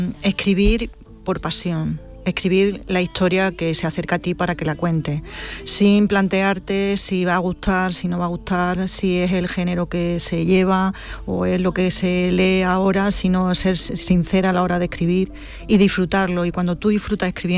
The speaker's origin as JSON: {"language": "Spanish", "region": "Andalusia", "country": "Spain", "said": "se me da en mi tierra, en Andalucía"}